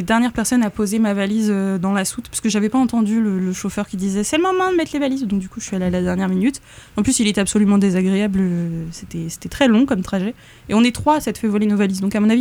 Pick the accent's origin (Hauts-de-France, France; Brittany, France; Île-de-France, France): Brittany, France; Ouais. Je suis bretonne, mais je suis autiste, Tristan.